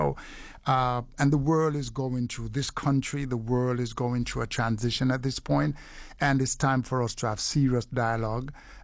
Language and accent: English; Jamaica; You know, we hail from Jamaica with, you know, the roots and it's a part of our genes, you know.